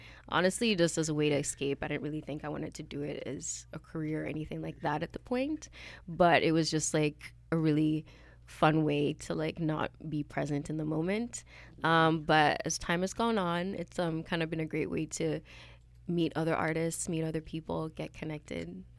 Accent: Uganda; now in Canada; I'm originally from Uganda

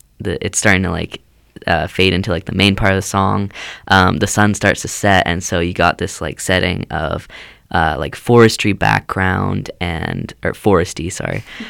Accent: North Vancouver, British Columbia, Canada; I'm from North Vancouver, and it's like very foresty there, and I live like a block away from a forest

